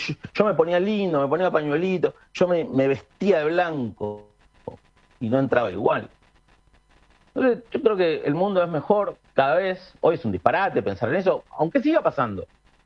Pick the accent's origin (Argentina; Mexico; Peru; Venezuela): Argentina; Rosario, Santa Fe; born there; Acá, bueno, en Buenos Aires, en los centros urbanos, en Rosario, en donde yo nací, una ciudad muy, muy progresista. Pero después, la Argentina es fundamentalmente católica.